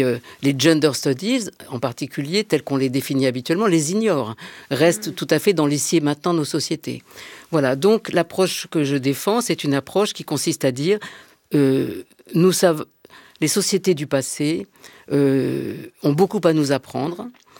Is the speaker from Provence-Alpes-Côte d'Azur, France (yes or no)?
yes; Marseille, Provence-Alpes-Côte d'Azur, France; moved away as an adult; now in Paris, France; Je suis arrivée à Paris en 1972, parce que j'étais entrée à Normal Sup. Je venais de Aix et de Marseille.